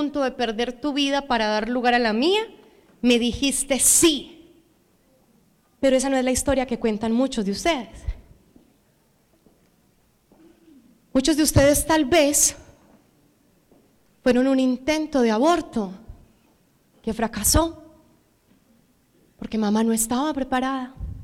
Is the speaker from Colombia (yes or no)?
yes; Medellín, Antioquia, Colombia; nosotros somos de Medellín, pero a mi papá lo trasladaron a la hermosísima ciudad de Pereira a hacer un reemplazo.